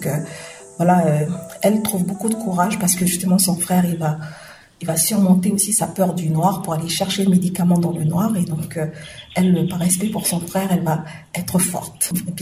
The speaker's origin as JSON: {"language": "French", "country": "New Caledonia", "said": "moi, j'ai besoin d'exister en tant que Kanak, d'abord, mm-hmm. avant d'exister en tant que calédonienne."}